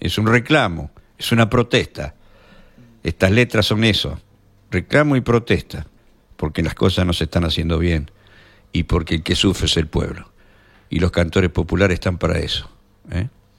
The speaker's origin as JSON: {"language": "Spanish", "country": "Uruguay", "said": "como lo digo siempre, los uruguayos tenemos mucho en común. Nos une la payada, nos une la milonga, nos une las raíces."}